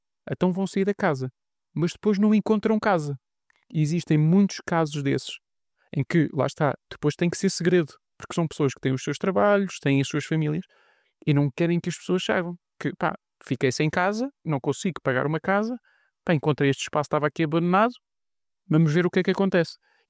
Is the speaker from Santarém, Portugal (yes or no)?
no; Lisbon, Portugal; eu nasci em Lisboa. Lisboa é a minha cidade. Embora eu já não viva em Lisboa, tive que viver fora.